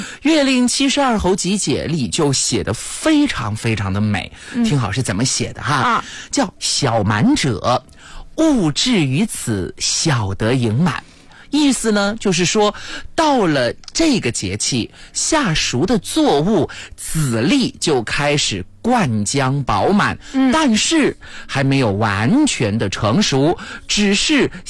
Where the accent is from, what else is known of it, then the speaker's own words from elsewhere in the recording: Sichuan, China; accent: Sichuanese; 这个满在我们四川话来说都叫闷呐